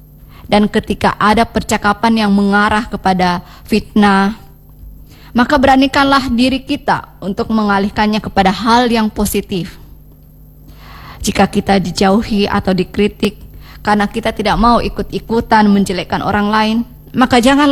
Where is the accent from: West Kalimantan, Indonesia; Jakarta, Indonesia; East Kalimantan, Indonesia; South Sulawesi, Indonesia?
South Sulawesi, Indonesia; Makassar; Kita sebagai warga Makassar